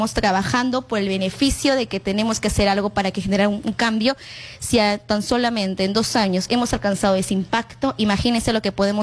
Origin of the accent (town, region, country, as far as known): Peru